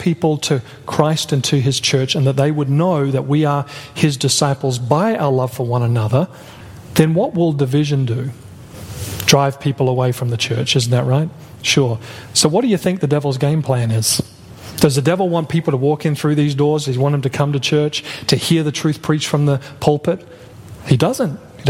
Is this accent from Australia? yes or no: yes; Australia; also born or lived in Brazil / Canada; Of course, you know, I'm from Australia. And I've spent a little bit of time in Brazil and Canada.